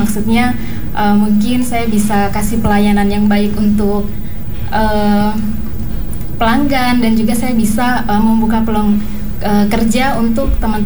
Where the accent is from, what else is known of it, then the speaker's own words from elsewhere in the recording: Kobisonta, Maluku, Indonesia; born there; moved away as an adult; now in Fakfak, Indonesia; Saat itu saya di kampung saya di Kobisonta.